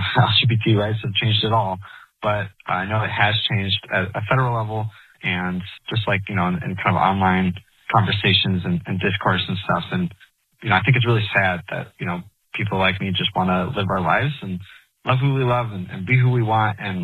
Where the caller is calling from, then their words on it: Chicago, Illinois, United States; I'm calling from Chicago.